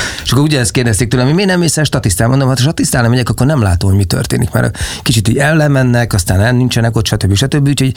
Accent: Szeged, Csongrád-Csanád, Hungary; én szegedi vagyok

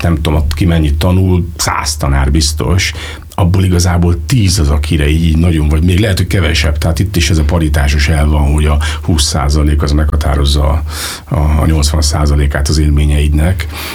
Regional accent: Veszprém, Veszprém County, Hungary; moved away as an adult; also born or lived in Pécs; ott felnőttem, és ugye a legfogékonyabb éveimet töltöttem, ez a felső tagozat, gimnázium vége, ameddig aztán elmentem Pécsre

